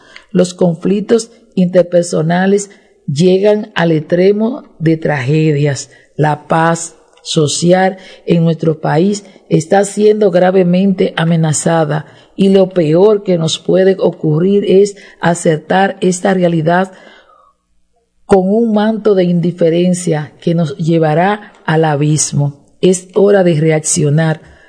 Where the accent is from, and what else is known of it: Dominican Republic